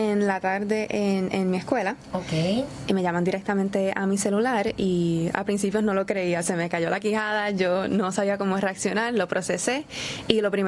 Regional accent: Puerto Rico; yo soy la primera puertorriqueña en participar en la Cumbre de Liderazgo Juvenil y Civismo

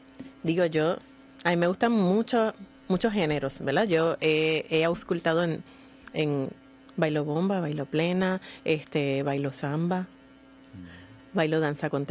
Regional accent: San Juan, Puerto Rico; also born or lived in Carolina, Puerto Rico; yo siempre he vivido en Carolina, pero me crié en Santurce, o sea, mi vida completa, yo iba a dormir a Carolina

